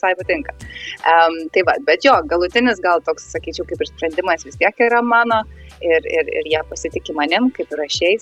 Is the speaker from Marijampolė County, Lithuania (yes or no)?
no; Vilnius, Vilnius County, Lithuania; moved away; aš pati iš Vilniaus esu gimus, Joniškėse